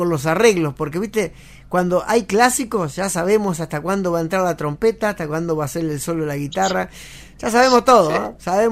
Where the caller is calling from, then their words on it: María Grande, Entre Ríos, Argentina; yo soy de María Grande, Entre Ríos. Estoy a 60 kilómetros de la ciudad de Paraná.